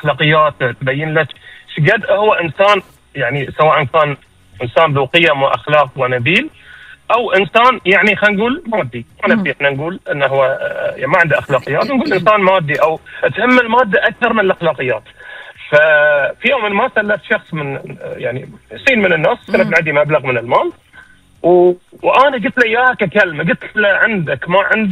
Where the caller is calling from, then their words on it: Bahrain; عندنا في البحرين